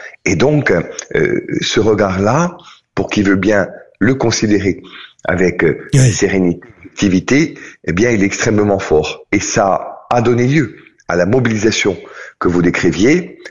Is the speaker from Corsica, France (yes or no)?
yes; Corsica, France